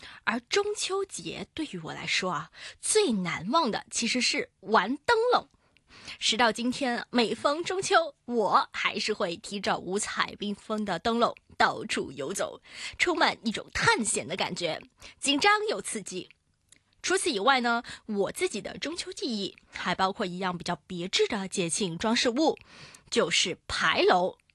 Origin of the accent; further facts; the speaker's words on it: Macau; 作为澳门人呢，面对这么多精彩的节目，入秋以后是特别容易心跳加速的哦。